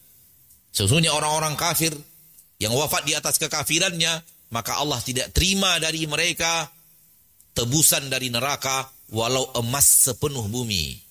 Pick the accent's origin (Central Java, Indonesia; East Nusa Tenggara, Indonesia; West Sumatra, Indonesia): West Sumatra, Indonesia; Padang; dalam bahasa kami orang Padang